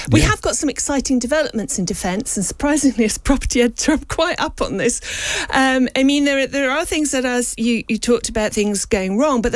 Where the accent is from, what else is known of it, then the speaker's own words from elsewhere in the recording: East of England, United Kingdom; I come from Cambridgeshire, and in east of England, there is a lot of air bases that are disused